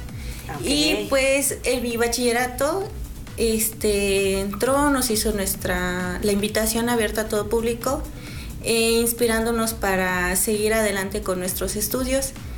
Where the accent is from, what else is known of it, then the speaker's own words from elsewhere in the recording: Tehuacán, Puebla, Mexico; Yo soy de aquí de Tehuacán. Radico en San Lorenzo Teotipilco.